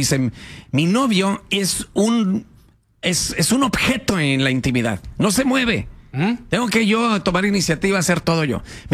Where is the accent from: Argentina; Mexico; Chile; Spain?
Mexico; No, yo no. Pura mexican. Yo me... hermano, no sé qué quiere decir mexican. Soy mexicana.